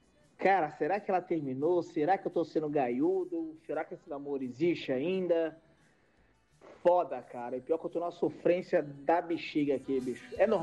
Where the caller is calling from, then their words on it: Baixada Santista, São Paulo, Brazil; E eu sou aqui da Baixada Santista.